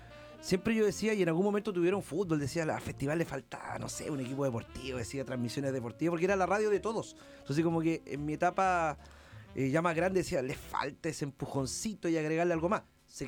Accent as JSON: {"language": "Spanish", "town": "Viña del Mar", "region": "Valparaíso", "country": "Chile", "tie": "born or raised there", "said": "yo crecí en Santa Inés, crecí en Santa Julia. estoy en Gómez Carreño, donde gran parte son evertonianos y no tengo ni un problema. Compartí con mucha gente de los del Cerro cuando vivía en Santa Inés"}